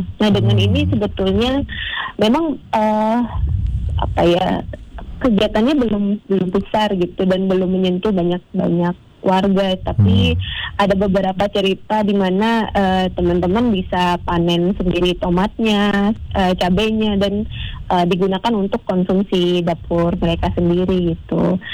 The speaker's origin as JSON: {"language": "Indonesian", "town": "Makassar", "region": "South Sulawesi", "country": "Indonesia", "said": "Halo Pak Wibi, saya juga dari Makassar."}